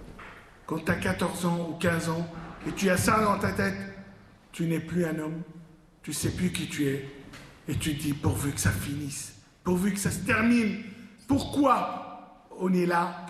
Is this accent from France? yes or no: no; Lebanon; moved away; moi qui avais grandi dans un pays qui était en pleine guerre. Je suis Libanais d'origine, je vivais dans un pays qui était en guerre civile.